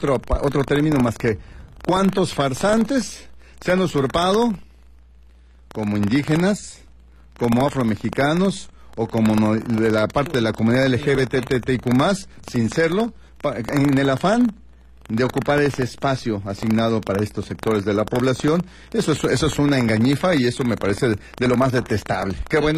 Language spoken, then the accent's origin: Spanish; Mexico City, Mexico; born there; now in Acapulco, Mexico; yo, que nací en la Ciudad de México, pero tengo aquí 30 y tantos años viviendo en Acapulco